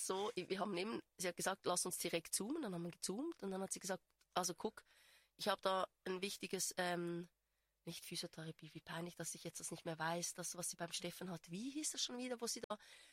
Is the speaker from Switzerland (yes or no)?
yes; Einsiedeln, Schwyz, Switzerland; Ich habe tatsächlich Skispringen nie geguckt, aber ich komme aus Einsiedeln und mein Bruder ist mit Andreas Küttel zur Schule gegangen.